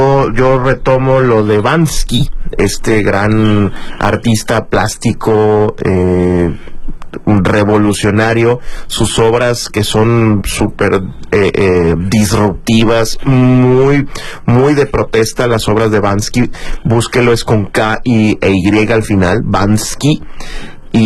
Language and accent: Spanish; Mexico